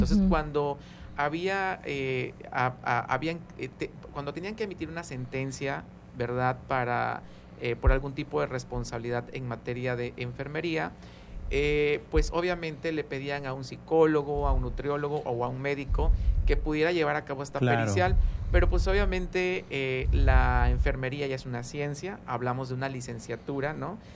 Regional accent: Tabasco, Mexico; somos tabasqueños

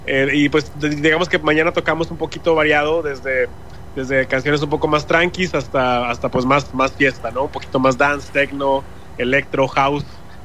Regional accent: Monterrey, Nuevo León, Mexico; now in Mexico City, Mexico; venimos de la Ciudad de México, yo soy de aquí originario de Monterrey, okay.

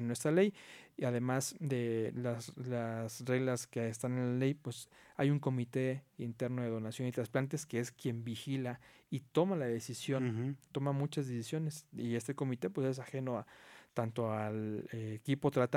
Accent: Mexico; como mexicanos nos gusta celebrar la muerte.

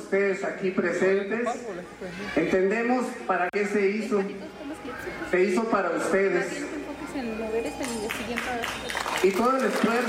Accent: Guachochi, Chihuahua, Mexico

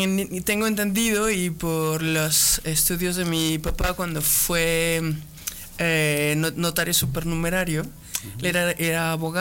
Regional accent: Aguascalientes, Mexico; soy del barrio del Encino. En esta calle que era de negros en algún momento de la historia de Aguascalientes.

